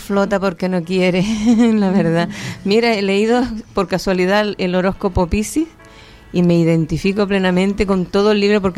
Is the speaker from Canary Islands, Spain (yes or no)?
yes; Las Palmas de Gran Canaria, Canary Islands, Spain; born there; vivía en la punta de arriba y mis abuelos vivían en la primera línea abajo.